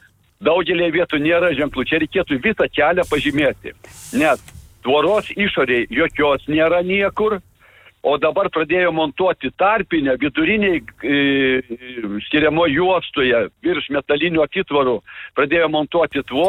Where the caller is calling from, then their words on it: Klaipėda, Klaipėda County, Lithuania; Aš esu klaipėdietis ir medžiotojas